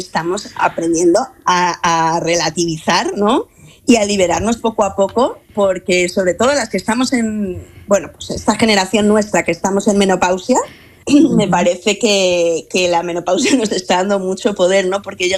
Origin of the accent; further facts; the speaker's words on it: Madrid, Community of Madrid, Spain; yo que me he criado en Madrid, ¿verdad?, toda mi vida